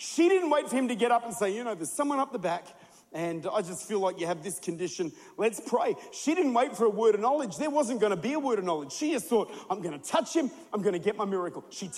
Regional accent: South Australia, Australia; I'm Australian, which basically means I was British

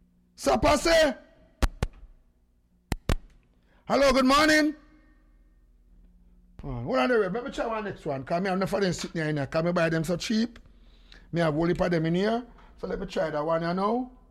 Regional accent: Jamaica; now in Palm Beach, United States; I come from Jamaica to be...

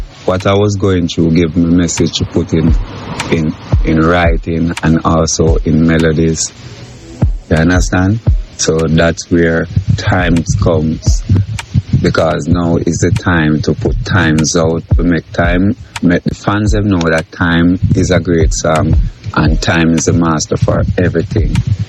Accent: Spanish Town, Saint Catherine, Jamaica; born there; now in Kingston, Jamaica; I'm from Jamaica. I was born on the 9th of July, 1986 at Spanish Town Hospital, St. Catherine. I'm now living at Washington Garden, Kingston City.

